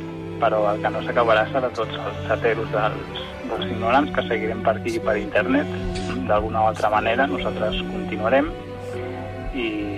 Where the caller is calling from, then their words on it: Barcelona, Catalonia, Spain; Soc de la República Independent de Gràcia.